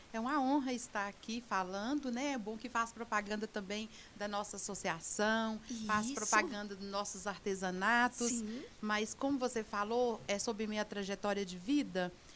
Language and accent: Portuguese; Dom Serafim, Minas Gerais, Brazil; born there; Eu nasci na zona rural, lá em Dom Serafim